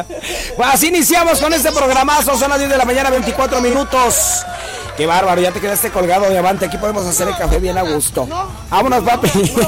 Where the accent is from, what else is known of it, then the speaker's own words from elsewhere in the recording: Iztapalapa, Mexico City, Mexico; Yo soy de Iztapa, por eso lo digo.